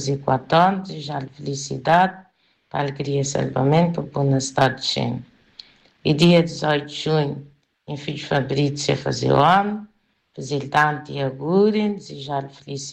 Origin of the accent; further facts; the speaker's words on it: Cape Verde; minha juventude na Cabo Verde